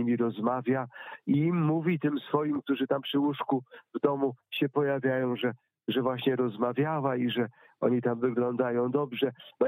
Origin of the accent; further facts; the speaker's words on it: Pomeranian Voivodeship, Poland; Właściwie po raz pierwszy i ostatni w życiu mogłem zwiedzać mój rodzinny kraj, Kaszuby.